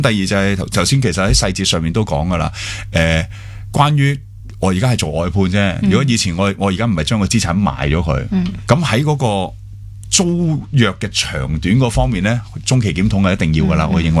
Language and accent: Cantonese; Hong Kong; 承诺对于我哋香港人嚟讲好重要嘅。